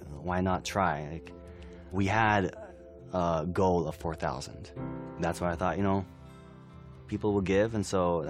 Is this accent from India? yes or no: yes; India; moved away as an adult; now in United States; My parents are missionaries. I grew up in India. Every 4 years, we'd come back to the States for a one-year furlough, but majority of my life was in India.